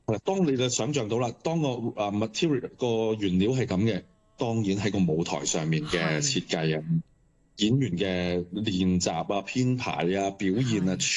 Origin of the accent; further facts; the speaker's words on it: Hong Kong; 嗰種互相鼓勵、互相扶持，我哋香港人一齊互相幫助嗰種關心